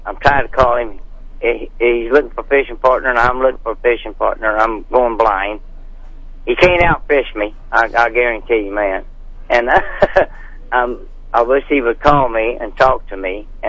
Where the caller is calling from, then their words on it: Franklin, Missouri, United States; Franklin, Missouri.